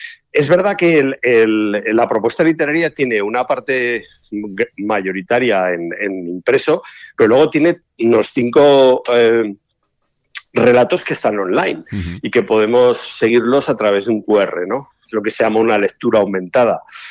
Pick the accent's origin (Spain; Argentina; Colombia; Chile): Spain; Celtiberia; de mi tierra, de la Celtiberia